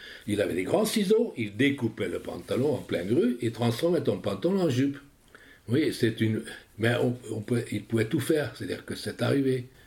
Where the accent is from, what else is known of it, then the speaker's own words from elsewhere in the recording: Hungary; moved away as an adult; now in France; j'ai 81 ans et je vis en France depuis 1963. Et j'étais réfugié politique. Hein. Donc, je suis d'origine hongroise.